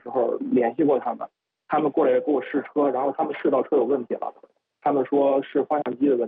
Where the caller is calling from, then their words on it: Hangzhou, Zhejiang, China; 尤其就是因为我是在那萧山那边